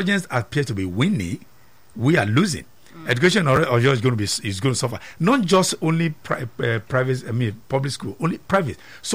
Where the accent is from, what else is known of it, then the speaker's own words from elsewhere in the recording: Nigeria; As a parent and as a Nigerian